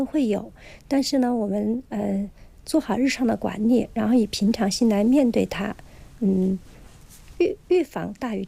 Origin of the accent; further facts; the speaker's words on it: China; 我们中国人